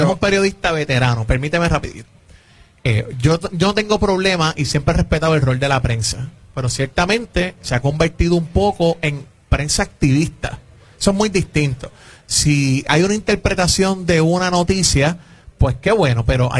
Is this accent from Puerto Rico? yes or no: yes; Santurce, Puerto Rico; born or raised there